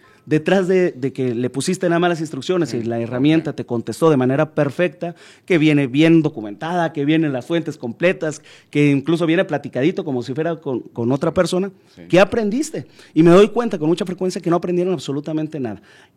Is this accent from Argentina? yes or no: no; Camargo, Mexico; moved away; regresar a Camargo es regresar a lo real, regresar a donde se siente uno en casa.